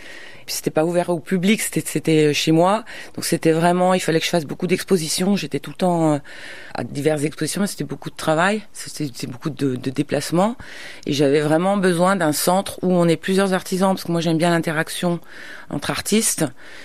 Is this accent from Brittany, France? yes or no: no; Saint-Étienne, Auvergne-Rhône-Alpes, France; also born or lived in London / Provence; je suis originaire de Saint-Étienne, mais j'ai vécu à Londres et puis je me suis retrouvée en Provence pendant 20 ans